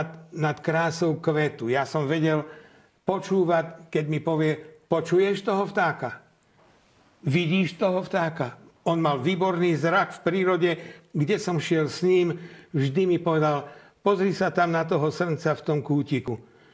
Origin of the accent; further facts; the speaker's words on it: Banská Bystrica Region, Slovakia; kde som sa v mojom rodisku, kde som ja žil, kde som chodil, to je na rozhraní Veľkej Fatry a Kremnických vrchov v údolí nedaleko Banskej Bystrice, je moja rodná obec. Tam som vyrástol